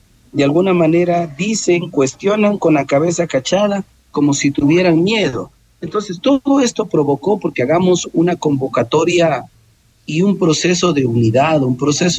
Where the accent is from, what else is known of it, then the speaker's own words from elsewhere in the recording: Loja, Ecuador; nosotros también somos parte del Ecuador. En Loja hemos sido actores protagónicos del desarrollo del país.